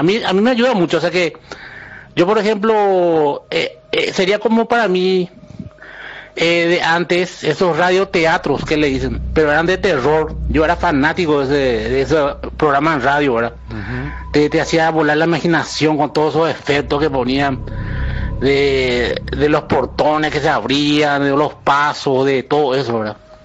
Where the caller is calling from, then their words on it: Guarambaré, Central, Paraguay; la ciudad de Guarambaré.